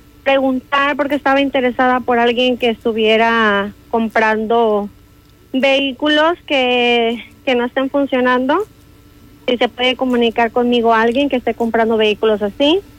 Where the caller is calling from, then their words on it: Bryan, Texas, United States